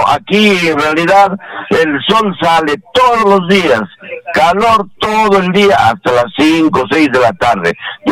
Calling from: Chiquián, Ancash, Peru

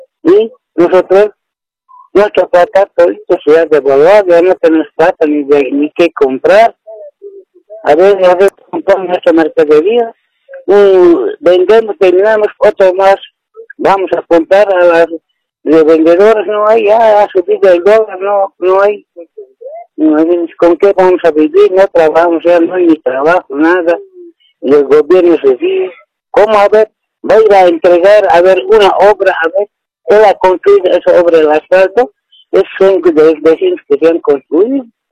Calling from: Cochabamba, Bolivia; Aquí te estoy llamando de Cochabamba, Valle Alto.

